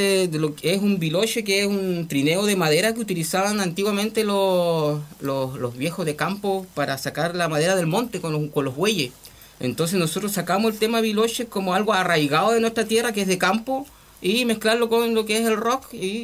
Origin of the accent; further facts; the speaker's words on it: Los Lagos, Chile; la gran mayoría somos todos de Caulín, sector rural